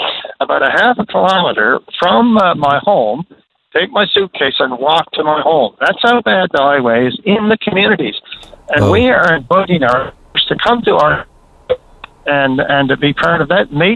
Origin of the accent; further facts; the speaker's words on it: North Harbour, Newfoundland and Labrador, Canada; my hometown of North Harbour